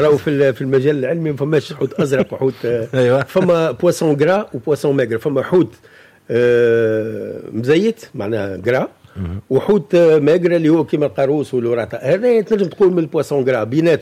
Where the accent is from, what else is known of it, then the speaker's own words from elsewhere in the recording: Mahdia, Mahdia Governorate, Tunisia; احنا شولة عندنا في الساحل في المهدية راتشولا